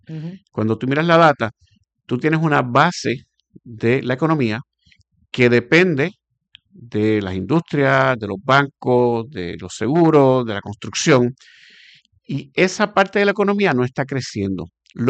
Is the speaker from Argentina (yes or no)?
no; Puerto Rico; como puertorriqueños queremos lo contrario